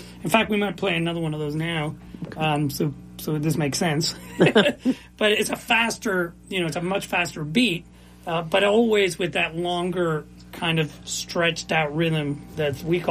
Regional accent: Mount Vernon, Ohio, United States; also born or lived in Lima, Peru / Gambier, Ohio; I grew up in Mount Vernon

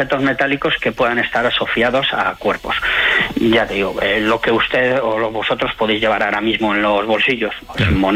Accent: Amorebieta, Basque Country, Spain; mi pueblo, en Amorebieta.

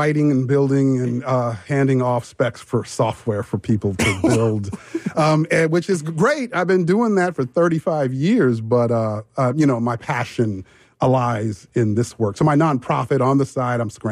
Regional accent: San Diego, California, United States; I grew up in San Diego, California, and in the 70s.

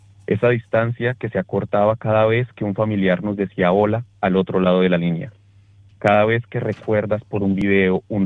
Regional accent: Colombia; now in Australia; yo, ante todo, soy colombiano, vengo de esta hermosa tierra que se ha visto muy golpeada

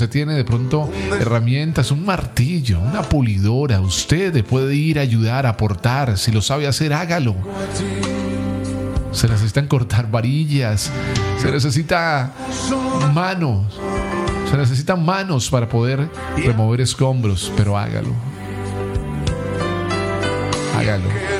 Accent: Cali, Valle del Cauca, Colombia; necesitamos mostrar lo más bonito de nosotros como ciudadanos, como caleños, como vallecaucanos

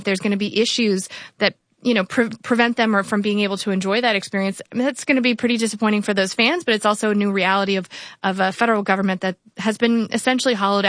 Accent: North Carolina, United States; And thinking about, obviously, hurricane season, I'm from North Carolina. We are deeply familiar with the intensity and ferocity in which these storms can roll in.

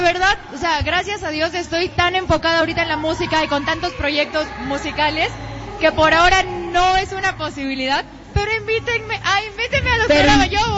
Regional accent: Bolivia; moved away as an adult; now in Mexico; yo no soy mexicana, claramente tal vez hablo un poco raro, yo vengo de Bolivia, del sur sur del continente, un país chiquito, hermoso y poderoso que se llama Bolivia, y me mudé a México para seguir mis sueños de ser cantante.

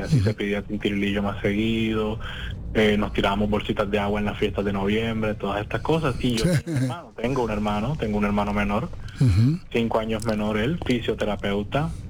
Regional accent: Cartagena, Bolívar, Colombia; Luego nos mudamos para el barrio de Los Alpes. Allá viví casi toda mi infancia y parte de mi adolescencia.

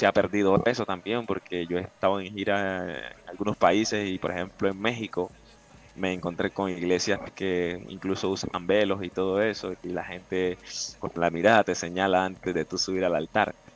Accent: Tumaco, Nariño, Colombia; yo soy de Tumaco, Nariño, eso sur de Colombia.

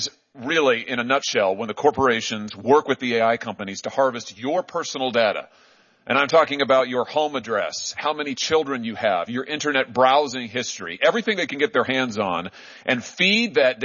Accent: Missouri, United States; my home state of Missouri

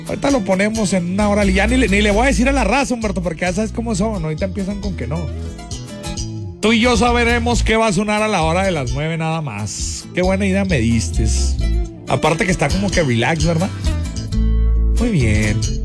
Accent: Mexico; Sentí que nos unimos todos como mexicanos.

